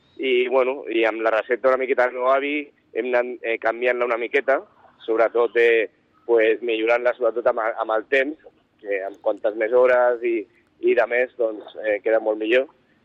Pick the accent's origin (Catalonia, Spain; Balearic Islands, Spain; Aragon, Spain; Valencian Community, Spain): Catalonia, Spain; Sitges; born there; moved away as an adult; also born or lived in Barcelona; now in Madrid, Spain; jo soc sitgetà, vaig néixer a Sitges i em vaig formar a l'Escola Hoffman a Barcelona.